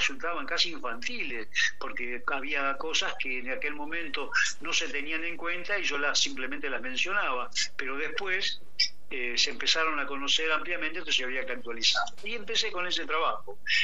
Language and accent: Spanish; Punta Lara, Buenos Aires Province, Argentina; yo soy de Punta Lara